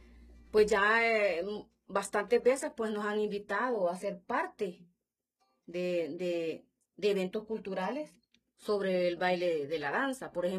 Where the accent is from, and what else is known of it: El Salvador